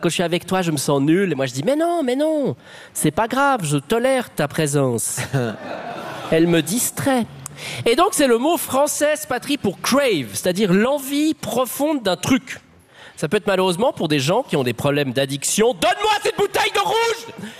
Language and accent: French; Switzerland; on est Suisse, on connaît Paris